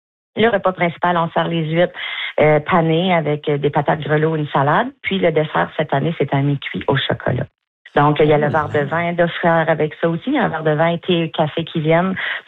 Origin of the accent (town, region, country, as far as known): Maisonnette, New Brunswick, Canada; born there